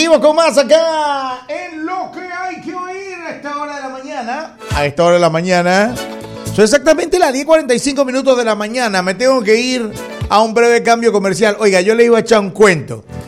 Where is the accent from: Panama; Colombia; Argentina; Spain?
Panama